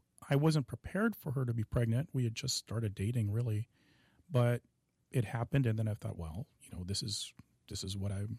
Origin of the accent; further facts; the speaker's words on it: Seattle, Washington, United States; I grew up in Seattle in a pretty normal childhood.